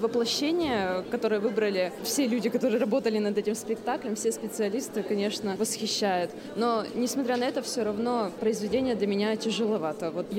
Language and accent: Russian; Verkhnyaya Pyshma, Sverdlovsk Oblast, Russia; Да, я приехала из Верхней Пышмы.